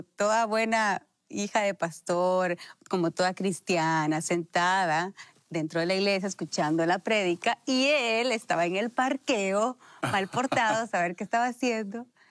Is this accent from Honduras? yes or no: yes; San Pedro Sula, Cortés, Honduras; Yo soy de Honduras, hondureña, de San Pedro Sula. Soy hija de pastor.